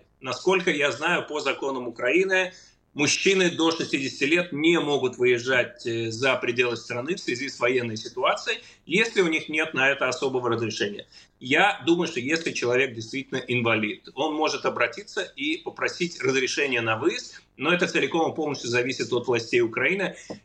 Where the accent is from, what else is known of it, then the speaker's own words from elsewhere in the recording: Russia; born there; moved away; Я родился на территории России, я родился в Советском Союзе и уехал из страны, которая тогда называлась Советским Союзом.